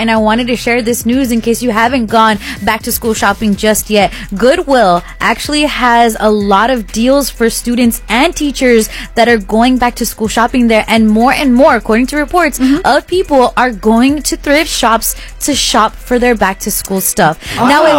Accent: Santa Ana, California, United States; Letty, I grew up in Santa Ana and not even me.

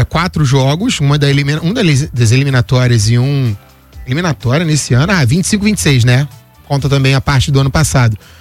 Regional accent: Rio de Janeiro, Brazil; Eu, não, eu sou do Progresso.

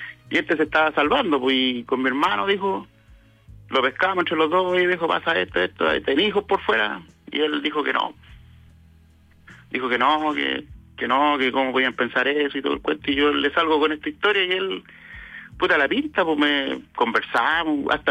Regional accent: Valparaíso, Chile; moved away; yo volví a mi pueblo, ahí a la quinta región

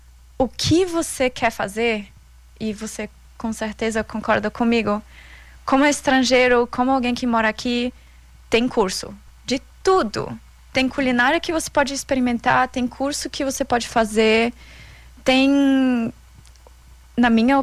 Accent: Austria; Eu só coloquei a minha essência, o que, que faz sentido para mim como austríaca, que é a saúde de verdade.

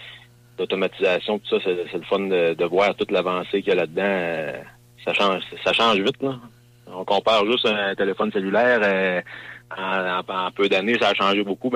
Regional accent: Rivière-Bleue, Quebec, Canada; je viens de Rivière-Bleue, puis mon père, il avait une scierie.

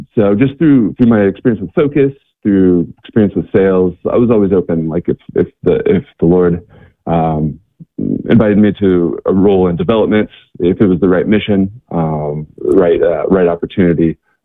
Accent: Kansas, United States; moved away as an adult; now in Philadelphia, United States; So I'm originally from Kansas, so that's where I grew up. Went to University of Kansas, and you know, grew up Catholic

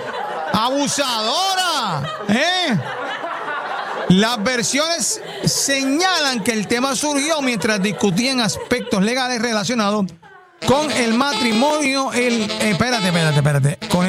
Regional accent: Yauco, Puerto Rico; en Yauco hay un dicho, allá en Yauco, en Puerto Rico, de donde yo vengo, hay un dicho

